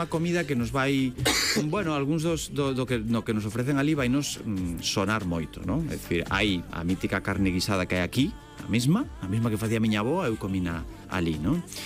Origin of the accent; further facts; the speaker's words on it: Galicia, Spain; Somos raritos, vimos de Galicia, que nos vas contar, señora.